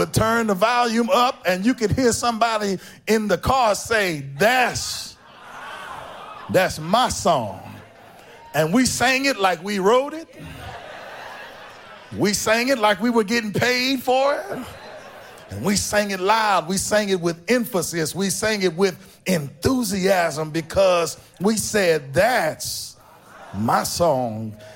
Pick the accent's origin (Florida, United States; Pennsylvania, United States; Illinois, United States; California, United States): California, United States; Oakland; also born or lived in Richmond; I was born and raised in Oakland. We call it Oak Town. Born and raised, and then we moved to Richmond, California.